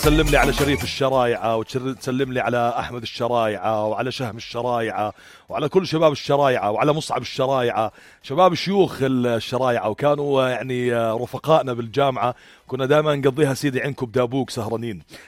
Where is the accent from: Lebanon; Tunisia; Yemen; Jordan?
Jordan